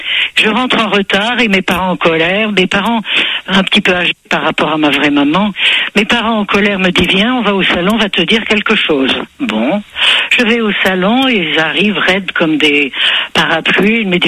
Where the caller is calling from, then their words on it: Brive-la-Gaillarde, Nouvelle-Aquitaine, France; Non, je suis en Corrèze, oui.